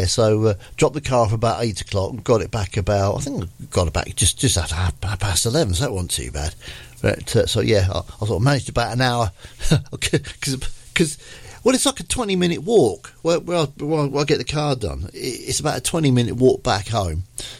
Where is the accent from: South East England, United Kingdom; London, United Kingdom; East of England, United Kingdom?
South East England, United Kingdom; Eastleigh; They're from my hometown of Eastleigh.